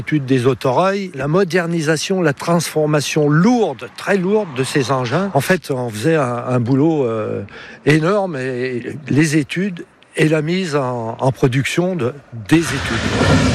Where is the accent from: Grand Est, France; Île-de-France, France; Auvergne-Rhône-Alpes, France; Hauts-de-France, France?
Auvergne-Rhône-Alpes, France; Saint-Étienne; born there; now in Le Mans, France; j'ai 70 ans, je suis né à Saint-Étienne. Et en gros, par amour, je suis venu au Mans.